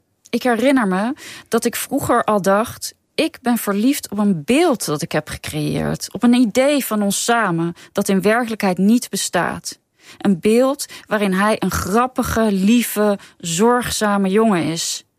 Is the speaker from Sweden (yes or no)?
yes; Sweden; now in Netherlands; Ik ben in Zweden opgegroeid. Maar op een gegeven moment nam mijn moeder mij mee naar Nederland. En toen kwamen we op een gegeven moment ook in Scheveningen te wonen.